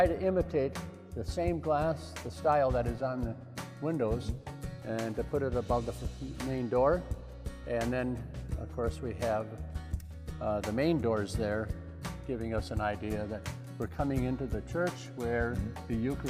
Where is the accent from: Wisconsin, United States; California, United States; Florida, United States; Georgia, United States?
Wisconsin, United States; also born or lived in Missouri; Well, I'm originally from Wisconsin, so I went to school in Missouri, in St. Louis, and in outside of Milwaukee, a place called Oconomowoc.